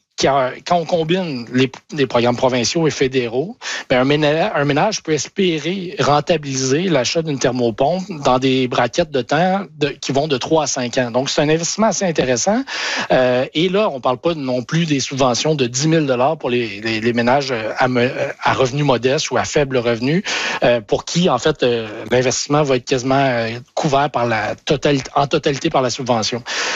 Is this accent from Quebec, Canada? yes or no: yes; Quebec, Canada; chez moi au Québec